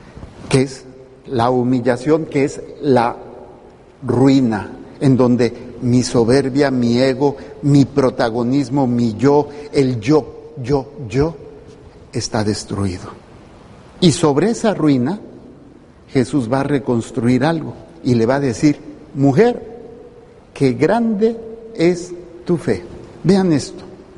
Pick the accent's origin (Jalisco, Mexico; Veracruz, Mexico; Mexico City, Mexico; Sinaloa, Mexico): Mexico City, Mexico; moved away as an adult; now in Baja California, Mexico; más de la mitad de mi vida llevo viviendo aquí. Yo soy chilango.